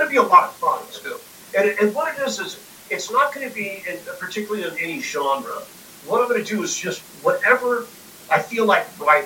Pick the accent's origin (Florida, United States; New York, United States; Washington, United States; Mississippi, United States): Washington, United States; Seattle; I'm from Seattle, but I don't play grunge.